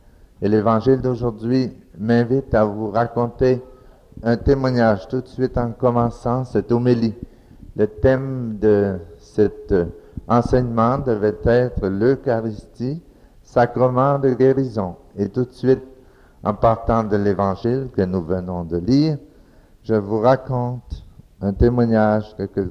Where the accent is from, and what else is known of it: Dominican Republic